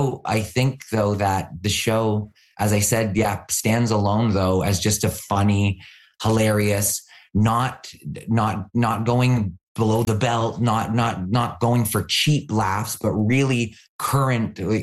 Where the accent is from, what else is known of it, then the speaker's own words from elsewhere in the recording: Canada; And as a Canadian, you know how excited we get when we find out that someone's Canadian.